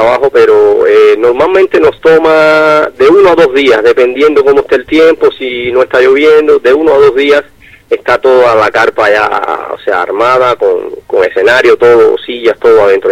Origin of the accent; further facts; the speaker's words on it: Cuba; moved away; Yo soy cubano.